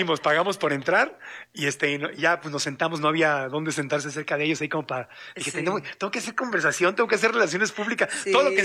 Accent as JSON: {"language": "Spanish", "country": "Mexico", "said": "pero como yo soy mexicano, le he estado vendiendo la idea a los productores de … de hacer el crossover al español"}